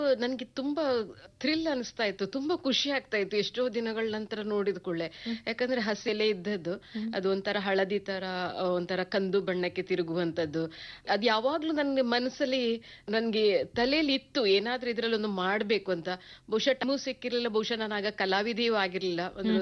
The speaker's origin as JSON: {"language": "Kannada", "town": "Saligrama", "region": "Karnataka", "country": "India", "tie": "born or raised there", "also_born_or_lived": "Sagar / Udupi / Mangaluru / Sharjah, UAE", "moved": "as an adult", "said": "ನಾನು ಆಕ್ಚುಲಿ ಹುಟ್ಟಿ ಬೆಳೆದಿದ್ದು ಎಲ್ಲ ಅಲಿಗ್ರಾಮ, ಕೋಟ, ಉಡುಪಿ ಜಿಲ್ಲೆ ಬರ್ತದೆ. ನಂತರ ನನ್ನ ತಂದೆಗೆ ವರ್ಗಾವಣೆ, ಅವರು ಆರೋಗ್ಯ ಇಲಾಖೆಯಲ್ಲಿ ಇದ್ರು, ಹಾಗಾಗಿ ಸಾಲಿಗ್ರಾಮ, ಸಾಗರ ಮತ್ತೆ ಉಡುಪಿ, ಮಂಗಳೂರಲ್ಲಿ ಎಲ್ಲ ಆಯ್ತು."}